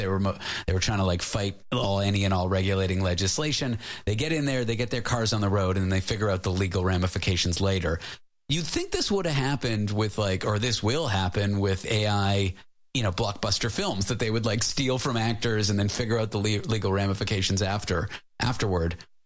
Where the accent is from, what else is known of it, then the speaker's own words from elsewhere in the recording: Toronto, Ontario, Canada; now in New York, United States; I'm from Toronto, Canada. That's my hometown. I live in New York now.